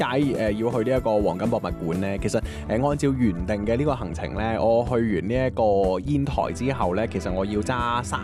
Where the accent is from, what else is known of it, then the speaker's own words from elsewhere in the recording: Guangdong, China; 它更加有少少像我們廣東人平時吃的那些碗仔翅呢、